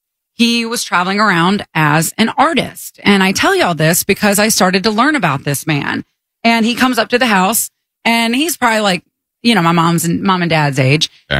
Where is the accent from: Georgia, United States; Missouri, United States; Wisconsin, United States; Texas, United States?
Georgia, United States; Augusta; So I was like, oh, I'm from Augusta.